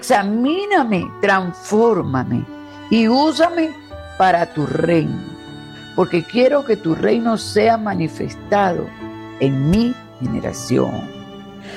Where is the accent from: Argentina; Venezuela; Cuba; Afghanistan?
Venezuela; en contra de todos nosotros como venezolanos